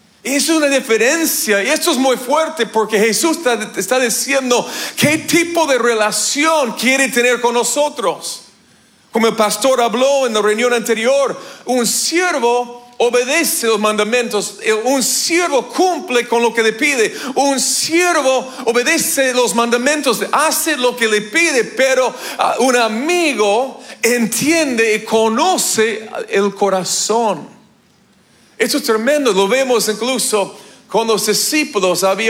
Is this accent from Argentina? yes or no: no; Canada; Spanish is a second language; moved away; como ese gringo de Canadá que habla como sea en español